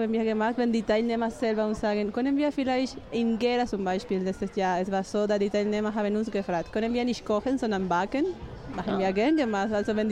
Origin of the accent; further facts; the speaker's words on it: Spain; German is a second language; Wir haben Paella gekocht. Das ist typisch aus Spanien. Ich komme aus Spanien.